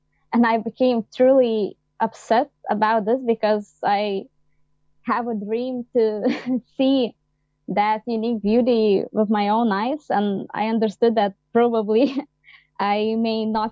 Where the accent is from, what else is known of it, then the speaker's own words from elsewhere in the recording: Vilnius, Vilnius County, Lithuania; I am animals and nature lover, and also I am a climate activist from Lithuania, Vilnius.